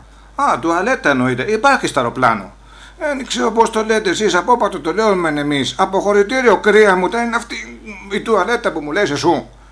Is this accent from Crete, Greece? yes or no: no; Olympos, South Aegean, Greece; γιατί να είμαι από την Όλυπο της Καρπάδου και θεωρώ πως έχουμε καλή εταιρεία.